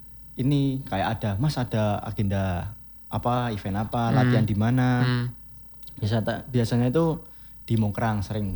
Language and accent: Indonesian; Karanganyar, Central Java, Indonesia; Aku dari Karanganyar.